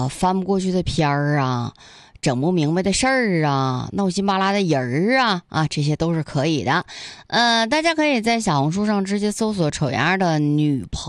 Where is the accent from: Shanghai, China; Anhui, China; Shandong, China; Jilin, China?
Jilin, China; Yanbian; moved away; 这我们老家就延边那边